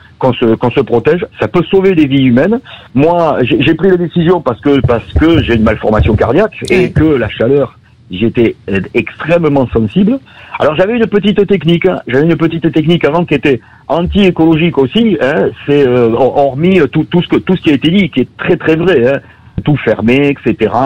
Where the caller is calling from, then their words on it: Oloron-Sainte-Marie, Nouvelle-Aquitaine, France; J'habite à Oloron-Sainte-Marie, dans le Béarn.